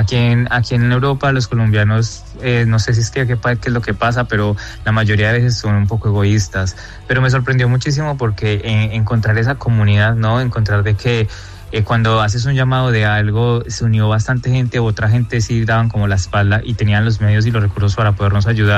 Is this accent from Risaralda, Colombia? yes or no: yes; Pereira, Risaralda, Colombia; porque pues yo soy de Pereira y realmente como que viví eso muy de cerca